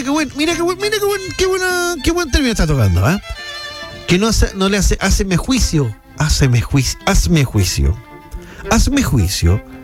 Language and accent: Spanish; Venezuela; No, no, bueno. Soy venezolano. Es mi chamo, ¿eh? No, pues marico usa lo venezolano.